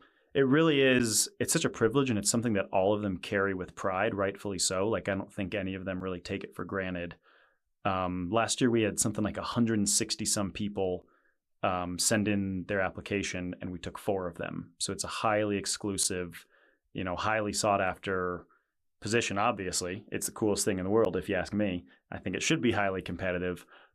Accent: Colorado, United States; Yeah. So I grew up in Southern Colorado. I've been a CU fan for a long time.

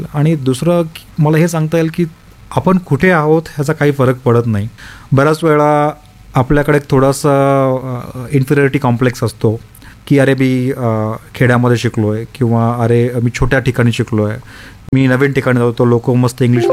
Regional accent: Latur, Maharashtra, India; मी लातूरचं आहे

